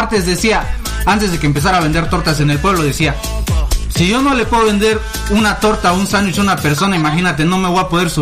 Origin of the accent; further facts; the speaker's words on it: Copainalá, Chiapas, Mexico; Y en mi pueblo, en Copainalá, Chiapas, yo vendo tortas.